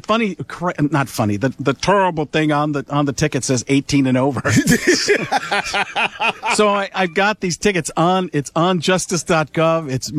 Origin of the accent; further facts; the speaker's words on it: Milwaukee, Wisconsin, United States; Not my hometown. I grew up in Milwaukee